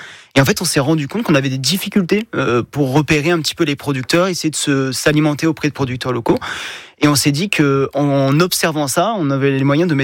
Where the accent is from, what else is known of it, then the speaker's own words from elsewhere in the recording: Provence-Alpes-Côte d'Azur, France; Moi, je viens des Hautes-Alpes.